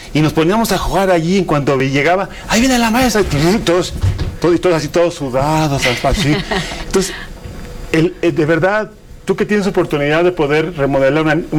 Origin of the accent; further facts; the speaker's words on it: Mexico City, Mexico; Soy de Magdalena Contreras, y eran canchas de tierra